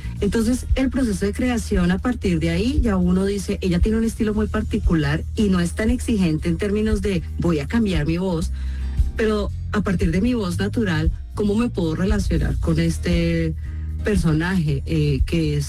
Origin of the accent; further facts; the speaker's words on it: Colombia; Yo sí soy colombiana.